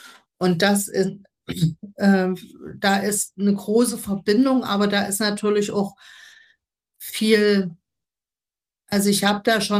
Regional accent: Dresden, Saxony, Germany

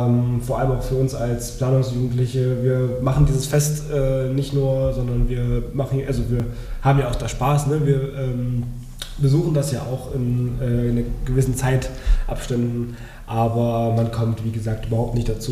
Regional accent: Frohburg, Saxony, Germany; unserer Musikszene bei uns in Vorburg

